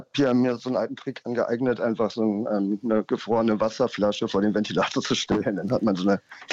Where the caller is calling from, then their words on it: Berlin, Germany; Ich komme schon aus Berlin, aber meine Vorfahren kommen aus Schleswig-Holstein.